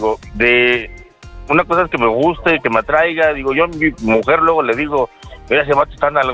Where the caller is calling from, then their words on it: Tlalpan, Mexico City, Mexico; del meritito Tlalpan.